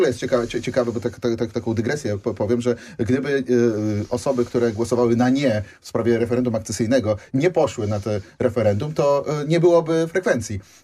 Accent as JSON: {"language": "Polish", "town": "Kraków", "region": "Lesser Poland", "country": "Poland", "said": "Ja nie będę jako krakowianin, nie będę przecież agitował za tym, w którą stronę pójść"}